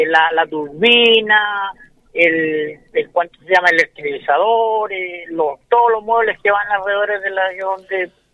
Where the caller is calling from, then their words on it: Peumo, O'Higgins, Chile; De Peumo.